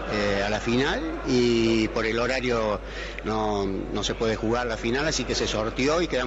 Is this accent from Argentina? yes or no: yes; La Francia, Córdoba, Argentina; moved away; feliz por competir en el campeonato de donde yo me crié y nací acá. Fue los primeros pasos que di en estas canchas, que no eran sintéticas en ese tiempo, pero bueno, y no había la hora de venir aquí, a La Francia.